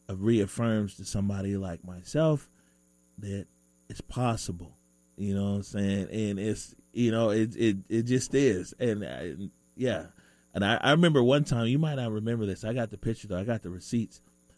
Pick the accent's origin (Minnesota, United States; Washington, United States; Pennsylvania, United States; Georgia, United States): Washington, United States; Seattle; Growing up in the Central District